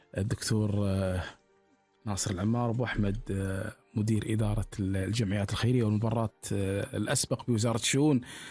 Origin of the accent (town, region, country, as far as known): Kuwait